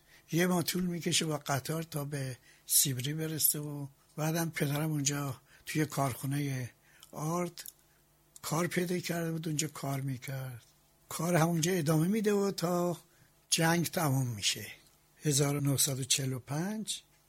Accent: Ardabil, Ardabil Province, Iran; born there; در سال 1328 در اردبیل متولد شدم.

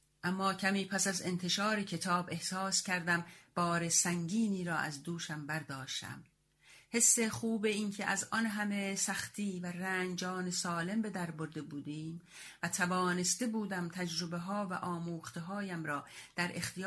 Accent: Iran; moved away as an adult; now in Sweden; پس از 2 سال زندگی مخفی در زادگاهم ایران

